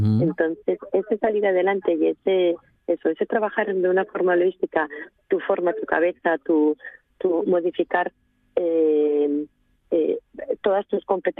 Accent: Asturias, Spain; yo soy asturiana y soy rural

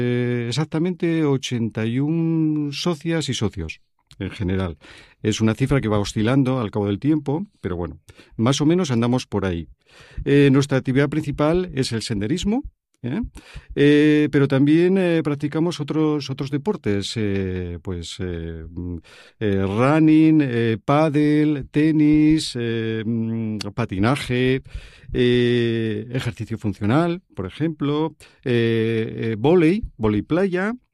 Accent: Asturias, Spain; Somos asturianos y el picurriello no podía faltar.

